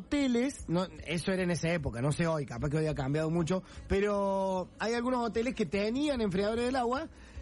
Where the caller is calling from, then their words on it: Angélica, Santa Fe, Argentina; Hola, soy de Angélica Santa Fe, escuchando